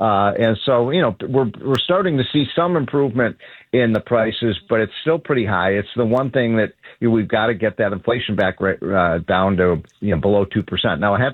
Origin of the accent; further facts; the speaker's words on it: Chicago, Illinois, United States; as you know, Joe, I'm a Chicagoan.